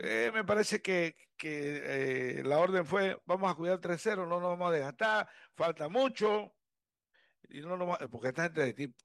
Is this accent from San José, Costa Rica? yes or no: yes; San José, Costa Rica; allá a mi pueblo donde yo estaba en Paso Ancho